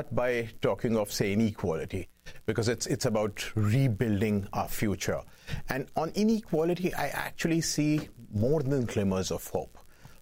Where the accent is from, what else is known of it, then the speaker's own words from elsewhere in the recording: India; whether I come from India, so I've seen movements in Sri Lanka